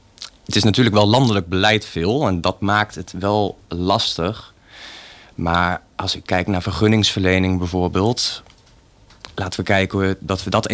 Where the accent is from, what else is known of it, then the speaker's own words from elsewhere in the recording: Lochem, Gelderland, Netherlands; Ik ben student diergeneeskunde in Utrecht. Ik zit nu in mijn vijfde master. Daarbij ben ik ook nog paardenfokker. Ik fok dressuurpaden en eventingpaden. En ik woon al mijn hele leven in Lochem.